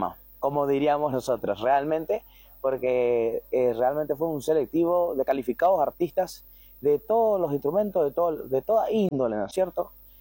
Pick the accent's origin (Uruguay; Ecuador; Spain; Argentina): Argentina; Puerto Iguazú, Misiones; Yo estaba viviendo en Iguazú, yo soy oriundo de Puerto Iguazú